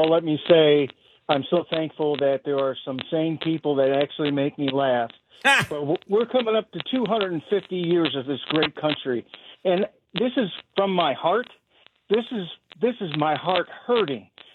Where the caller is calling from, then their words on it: United States; I am an American.